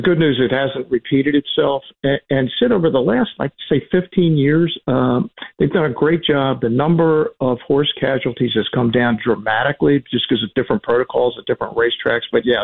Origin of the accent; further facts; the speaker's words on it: Baltimore, Maryland, United States; moved away as an adult; now in Philadelphia, United States; Starting in my hometown of Baltimore, and then I've been in Philly for 40 years.